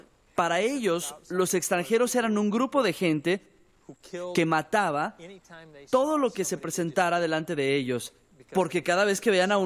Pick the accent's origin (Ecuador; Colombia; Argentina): Ecuador; pero pues yo crecí y me crié en Ecuador porque mis padres eran misioneros